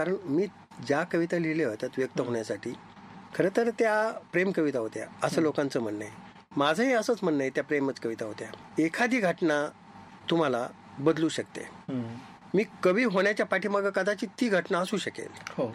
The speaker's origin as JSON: {"language": "Marathi", "town": "Pune", "region": "Maharashtra", "country": "India", "tie": "born or raised there", "said": "नंतर मग एक सिनेमा आला माझ्याकडे पुण्यातला, माझं माहेर."}